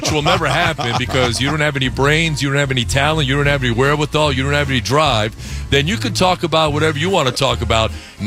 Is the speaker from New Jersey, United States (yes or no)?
no; New York City, New York, United States; also born or lived in the Bronx; now in Tampa, United States; I was born in the Bronx. I was raised in Queens.